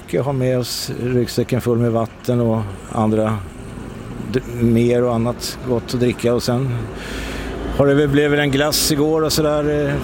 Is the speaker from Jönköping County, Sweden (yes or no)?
no; Gnesta, Södermanland, Sweden; Vi kommer ifrån Gnesta.